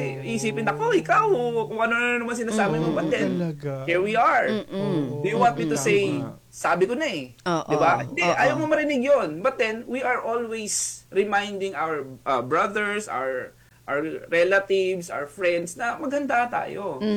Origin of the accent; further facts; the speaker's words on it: Bicol Region, Philippines; moved away; I grew up in Bicol. Pag sinabi pong Albay, 'di ba? Daanan po kami ng bagyo.